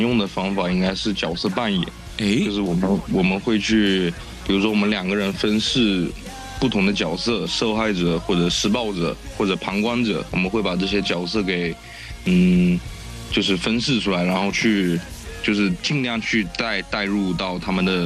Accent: Wuyishan, Fujian, China; moved away

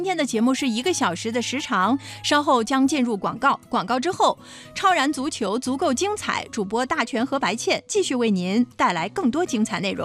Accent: Yunnan, China; 我们云南人

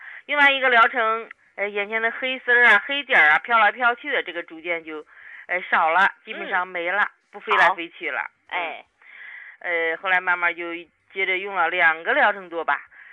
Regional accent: Shijiazhuang, Hebei, China; 我是石家庄的朋友。因为我打小眼睛就不好

